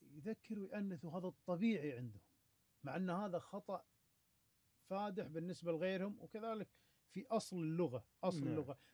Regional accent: Kuwait; احنا عندنا بالكويت

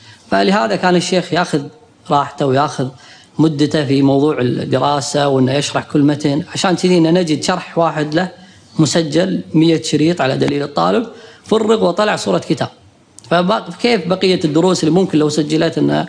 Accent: Kuwait; عندنا في الكويت

